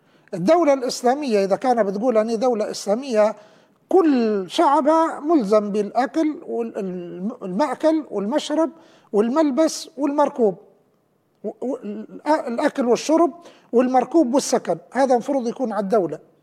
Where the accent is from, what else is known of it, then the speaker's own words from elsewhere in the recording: Libya; احني بدل كلنا كليبيين كلنا واني منكم